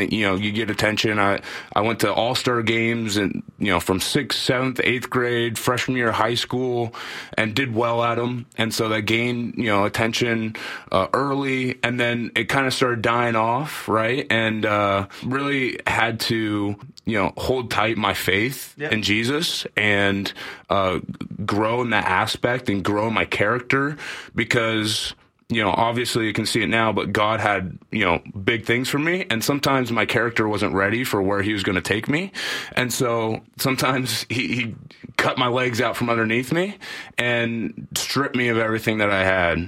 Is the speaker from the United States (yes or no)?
no; New Westminster, British Columbia, Canada; born there; to have him up in New Westminster, up in BC, and then brought him right back down, and that's how I'm Canadian.